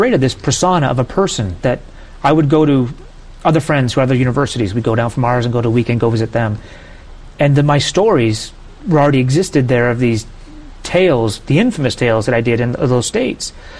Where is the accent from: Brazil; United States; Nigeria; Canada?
Canada; As a Canadian, we played road hockey nonstop.